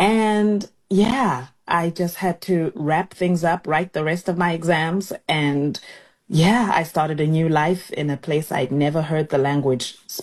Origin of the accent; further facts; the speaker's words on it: South Africa; first language Xhosa; English is a second language; as South Africans, we're primed to learn other languages. So I speak, my native language is Xhosa, the same language that was spoken by Nelson Mandela … …